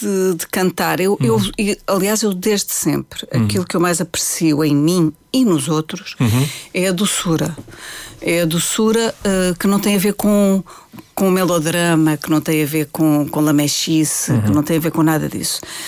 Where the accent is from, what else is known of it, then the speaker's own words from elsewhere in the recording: Portugal; now in Brazil; Eu quero fazer a diferença, eu sou portuguesa, eu não sou brasileira, eu vou cantar em português.